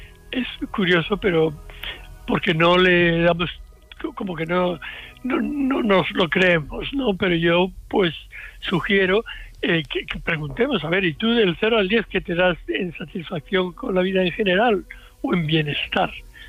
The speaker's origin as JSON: {"language": "Spanish", "town": "Seville", "region": "Andalusia", "country": "Spain", "tie": "born there"}